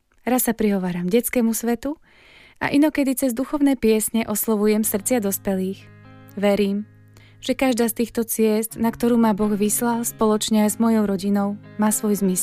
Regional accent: Oravská Lesná, Žilina Region, Slovakia; now in Majcichov, Slovakia; pochádzam z Oravskej Lesnej a dnes žijem so svojou rodinou v Majcichove pri Trnave.

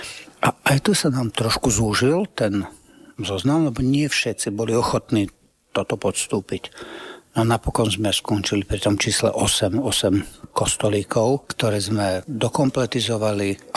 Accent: Žilina Region, Slovakia; Zvlášť, keď pochádzam z Oravy a pochádzam z dediny, kde jeden takýto kostolík stojí.

